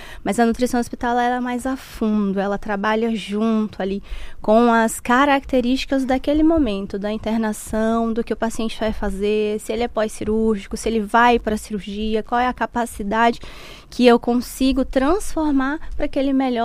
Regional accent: Boa Vista, Roraima, Brazil; moved away; also born or lived in Manaus / São Paulo; eu sou de Boa Vista, né? Fui morar em Manaus e depois fui morar em São Paulo e trabalhei em hospital lá em São Paulo.

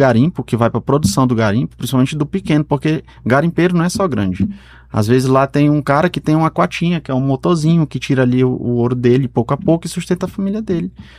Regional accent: Roraima, Brazil; also born or lived in Amazonas, Brazil / Georgetown, Guyana; Ex-amazonense, eu sou roraimense.

